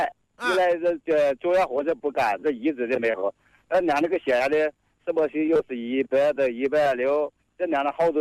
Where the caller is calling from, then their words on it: Wuhan, Hubei, China; 我是黄陂的，王家河街。大洋村3走